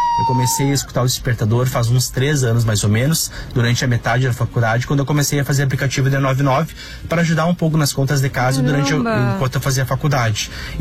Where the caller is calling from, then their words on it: Santa Maria, Rio Grande do Sul, Brazil; Eu sou aqui de Santa Maria.